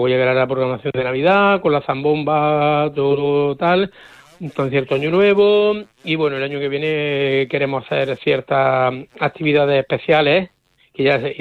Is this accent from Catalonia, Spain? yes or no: no; Motril, Andalusia, Spain; nosotros somos motrileños para motrileños